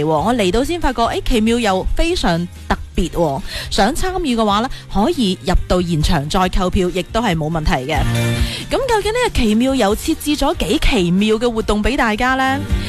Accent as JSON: {"language": "Cantonese", "town": "Foshan", "region": "Guangdong", "country": "China"}